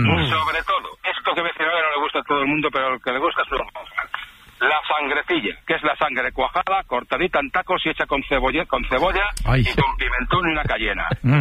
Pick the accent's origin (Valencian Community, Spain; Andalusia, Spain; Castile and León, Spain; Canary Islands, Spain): Castile and León, Spain; Valladolid